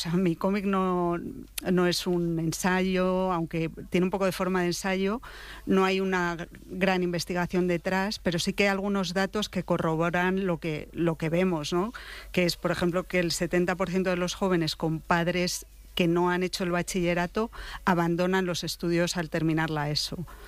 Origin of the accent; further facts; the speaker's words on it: Valladolid, Castile and León, Spain; now in Madrid, Spain; pero yo originalmente soy de Valladolid. El primer barrio en el que viví es Los Vadillos, que es un barrio obrero de Valladolid